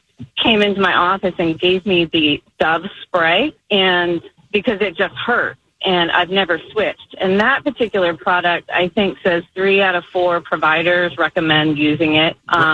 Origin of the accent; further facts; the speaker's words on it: Pennsylvania, United States; I grew up in Pennsylvania, so don't drink the water.